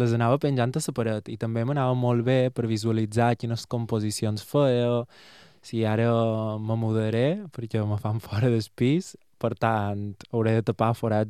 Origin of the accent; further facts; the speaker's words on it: Porto Colom, Balearic Islands, Spain; Era allà on jo soc de Porto Colom i vaig molt a Sallà